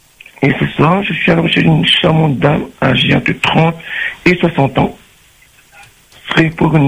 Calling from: Saint-Denis, Réunion; Je suis de Saint-Denis.

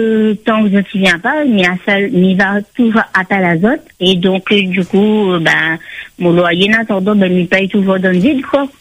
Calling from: Saint-André, Réunion; j'habite à Saint-André.

